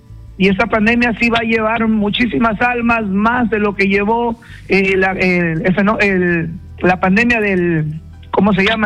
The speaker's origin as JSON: {"language": "Spanish", "town": "Chiclayo", "region": "Lambayeque", "country": "Peru", "said": "yo que soy de Chiclayo"}